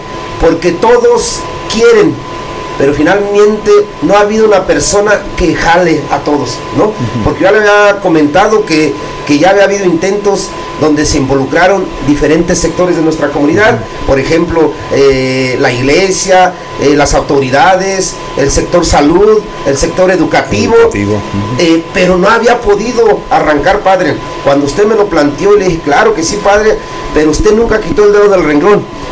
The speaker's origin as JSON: {"language": "Spanish", "town": "Cherán", "region": "Michoacán", "country": "Mexico", "said": "Para nosotros los cheranenses."}